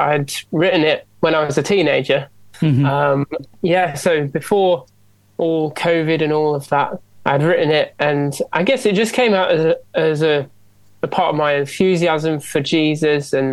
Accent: Nottingham, East Midlands, United Kingdom; moved away as an adult; also born or lived in London / Leeds; I'm from Nottingham originally.

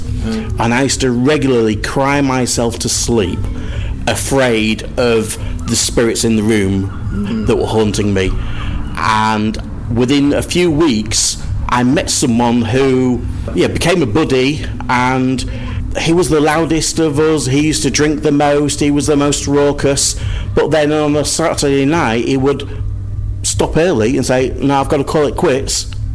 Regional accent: East Midlands, United Kingdom; moved away; I'm from Lincolnshire, originally, and there's a network of churches there based in Lincoln called Ground Level, and we were part of that network of churches, the New Life Churches

